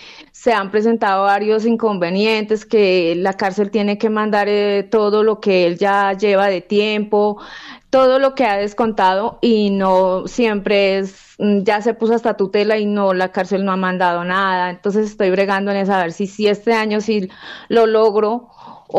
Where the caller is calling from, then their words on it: Bogotá, Colombia; en Bogotá